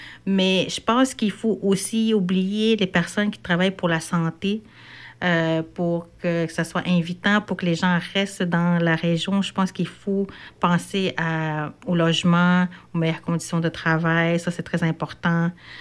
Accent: Natashquan, Quebec, Canada; je viens de Natashquan, la communauté Innu Noutarkwan.

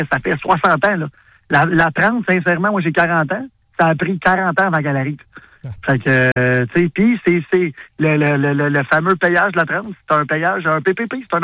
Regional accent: Montreal, Quebec, Canada; now in Laval, Canada; moi, je viens de Montréal. Je viens de la campagne, j'habite à Laval, fait que le grand Montréal, mettons.

